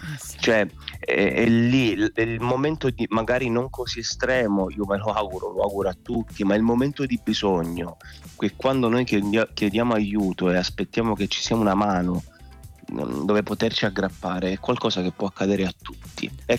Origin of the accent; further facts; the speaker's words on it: Palermo, Sicily, Italy; lo conoscevo da palermitano